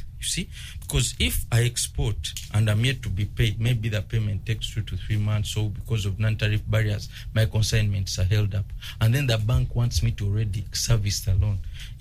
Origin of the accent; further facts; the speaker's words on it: Uganda; As Uganda, you know, we are majority English speaking.